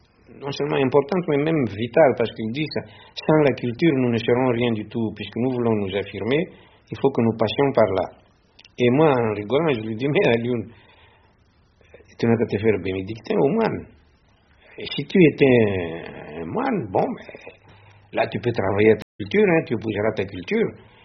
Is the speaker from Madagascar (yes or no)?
yes; Madagascar; Les noms homonymes, ça existe beaucoup en Afrique, n'est-ce pas, comme chez nous à Madagascar.